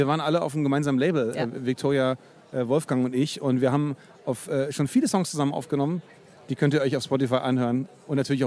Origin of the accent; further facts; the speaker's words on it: Bavaria, Germany; now in Berlin, Germany; Ich kann auch Berlinern, aber ich sehe mich schon als Franke.